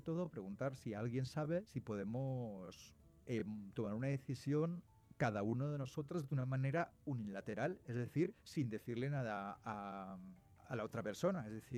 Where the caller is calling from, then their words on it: Madrid, Community of Madrid, Spain; yo vivo en Madrid